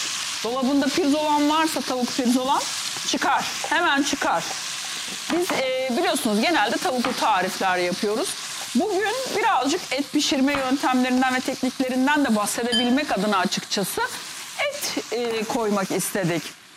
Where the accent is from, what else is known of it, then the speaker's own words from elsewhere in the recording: Istanbul, Turkey; doğma büyüme bir İstanbullu olarak tabii ki Türkçemize çok dikkat ediyoruz